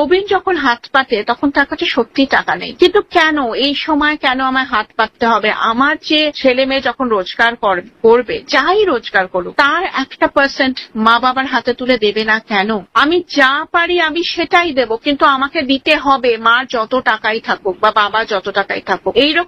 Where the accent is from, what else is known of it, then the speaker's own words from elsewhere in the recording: Kolkata, West Bengal, India; আমি কলকাতার কথাই বলছি যেহেতু আমি কলকাতা বাসী